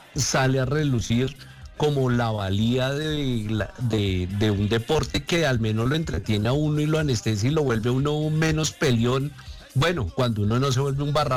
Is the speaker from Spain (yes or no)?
no; Colombia; en Colombia sí que tenemos hincha sobreactuado